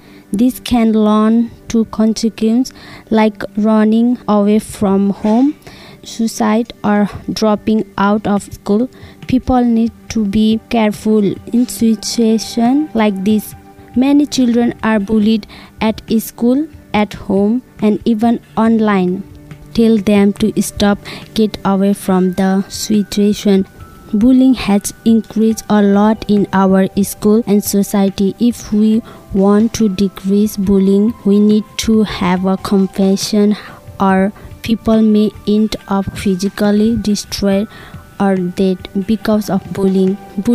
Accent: Nepal; English is a second language; I'm from Nepal.

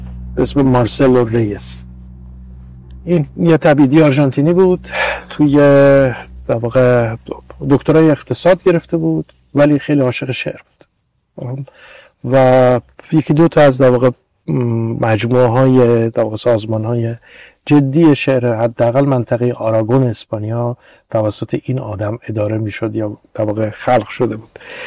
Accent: Iran; born there; من انسانی که در ایران به دنیا آمدم

